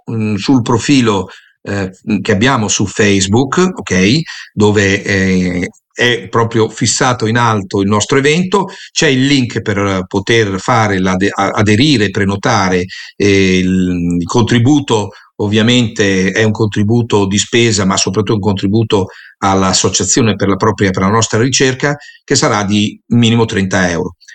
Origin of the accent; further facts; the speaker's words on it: Rimini, Emilia-Romagna, Italy; per me, che sono riminese